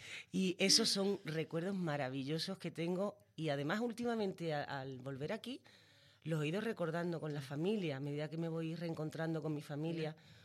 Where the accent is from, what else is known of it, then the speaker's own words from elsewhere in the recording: El Puerto de Santa María, Andalusia, Spain; accent: gaditano; now in Madrid, Spain; Les pego yo el acento, me dicen, me estás pegando el acento gaditano, o sea, ¿cómo puede ser? Y es lo único que no se me ha quitado